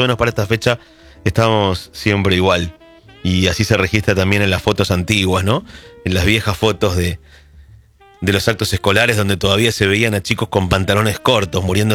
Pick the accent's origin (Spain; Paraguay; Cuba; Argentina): Argentina